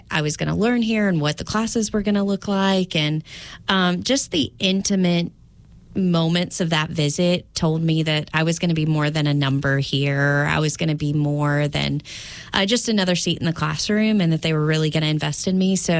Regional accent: Smyth County, Virginia, United States; I grew up in Smith County, graduated from Chilhowee

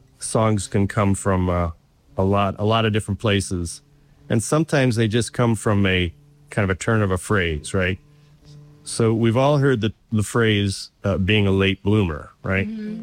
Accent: Winchester, Virginia, United States; also born or lived in Brooklyn, United States / Long Island, United States; I was born in Brooklyn. I lived there first couple of years of my life. Then we moved to Long Island for like first few years of grade school. Then we moved to Winchester, Virginia, which is where I kind of grew up

